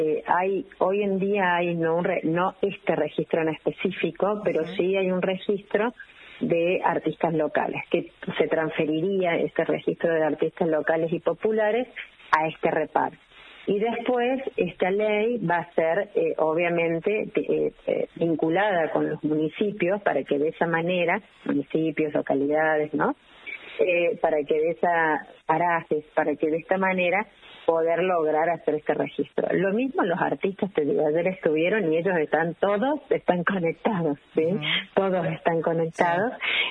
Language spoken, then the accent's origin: Spanish; Villa Mercedes, San Luis, Argentina; yo que soy de Villa Merced